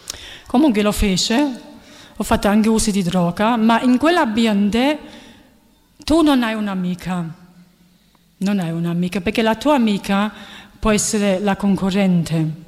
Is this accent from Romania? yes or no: no; Germany; io sono nata e cresciuta in Germania, però i miei genitori sono di Torre Annunziata, cioè di Napoli.